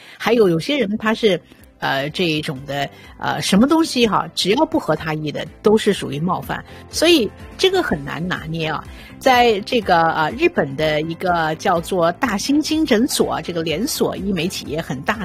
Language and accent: Chinese; China; now in Toronto, Canada; 像我们华人朋友回国，我回国的时候也是先落地